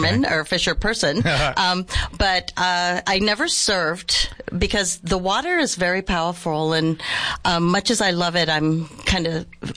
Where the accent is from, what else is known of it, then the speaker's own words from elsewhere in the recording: Guam; now in Yuma, United States; growing up is idyllic on Guam.